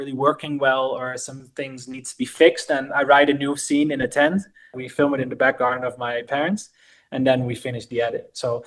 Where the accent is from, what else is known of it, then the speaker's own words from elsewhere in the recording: Netherlands; At the moment, we are from the Netherlands.